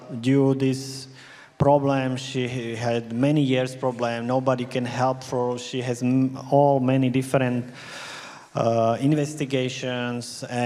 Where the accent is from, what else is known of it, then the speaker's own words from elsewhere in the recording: Banská Bystrica, Banská Bystrica Region, Slovakia; English is a second language; my city where I am from Banska Bystrica.